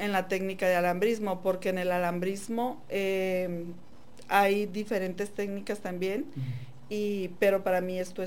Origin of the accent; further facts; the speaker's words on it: Ciénega Prieta, Chihuahua, Mexico; En la sierra de Chihuahua se llama Ciénega Prieta, el pueblo de donde yo soy.